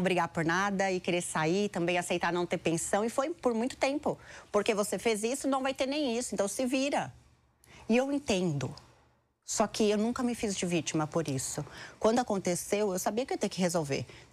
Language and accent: Portuguese; São Paulo, Brazil; born there; Sou nascida em São Paulo, 5 irmãos, nós somos em 5 filhos.